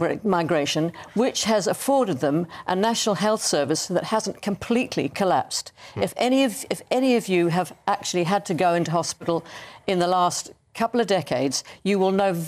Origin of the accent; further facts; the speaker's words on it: United Kingdom; I'm British. I was born British, but I have a Polish surname and I have a Polish first name.